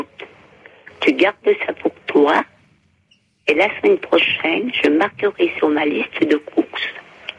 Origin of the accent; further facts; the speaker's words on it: Foncine-le-Bas, Bourgogne-Franche-Comté, France; now in Champagnole, France; Et moi, mon village d'origine, c'était Foncine-le-Bas.